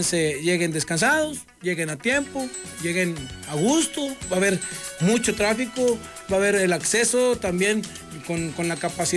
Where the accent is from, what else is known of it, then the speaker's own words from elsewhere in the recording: Monterrey, Nuevo León, Mexico; born there; now in Saltillo, Mexico; Sí, nací en Monterrey, pero me adoptaron en Saltillo.